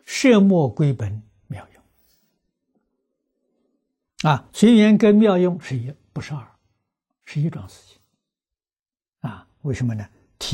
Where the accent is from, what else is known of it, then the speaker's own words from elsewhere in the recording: China; 所以我们中国人共弥勒菩萨。